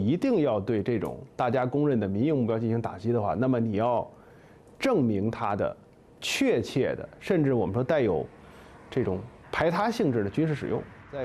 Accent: China

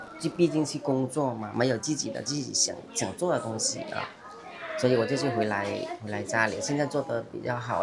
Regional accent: Guangxi, China; moved away; 我们广西这边发展的比较慢一些，所以就是去广东这边去生活啊，就是工作这样子。

